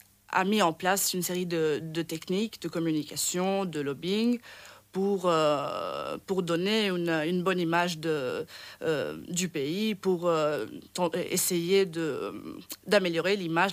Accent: Syracuse, Sicily, Italy; French is a second language; moved away as an adult; now in Brussels, Belgium; Alors moi je viens d'Italie, je viens de la Sicile, plus précisément de Syracuse. Et voilà, je suis ici à Bruxelles depuis très peu de temps, disons 6 mois.

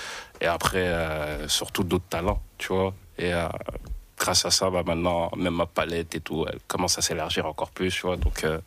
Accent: Burundi; now in Belgium; Parce que je viens même pas de Belgique en fait de base, tu vois.

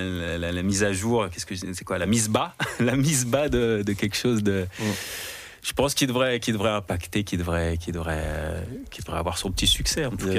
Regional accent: Paris, Île-de-France, France; also born or lived in Honfleur; Non, je suis parisien. Enfin, je suis né à Paris, mais mon daron avait cette maison à Honfleur où il allait passer sa retraite.

